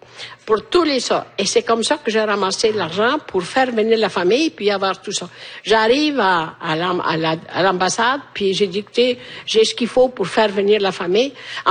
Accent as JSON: {"language": "French", "country": "Italy"}